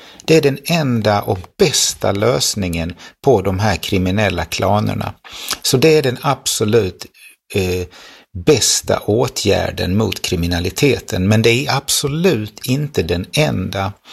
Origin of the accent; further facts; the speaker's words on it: Lund, Skåne, Sweden; när jag var liten i Lund